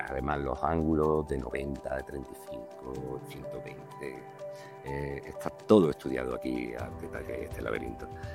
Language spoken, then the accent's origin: Spanish; Fuentepiedra, Andalusia, Spain; Yo soy de Fuentepiedra